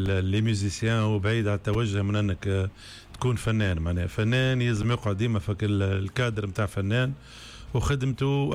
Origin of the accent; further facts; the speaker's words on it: Tunis, Tunis Governorate, Tunisia; مولود في تونس وتربيت في تونس، ودخلت الموسيقى معناها في عمر أقل من 15 عام.